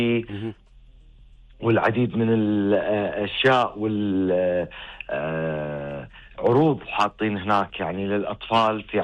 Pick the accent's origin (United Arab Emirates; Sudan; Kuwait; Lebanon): Kuwait; عندنا في الكويت